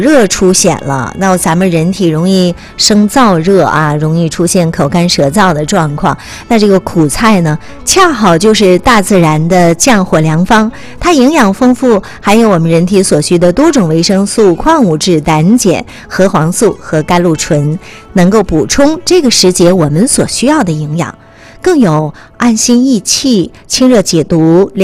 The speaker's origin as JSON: {"language": "Chinese", "country": "China", "said": "都是我们中国人应时而食生活智慧的生动体现。"}